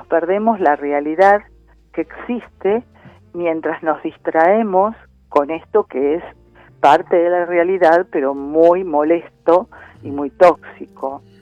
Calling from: Buenos Aires, Argentina; de Saavedra.

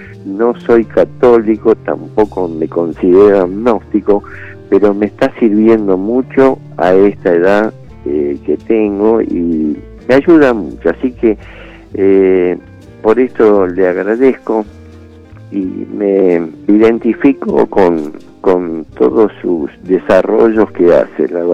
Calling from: Martínez, Buenos Aires Province, Argentina; soy de Martínez.

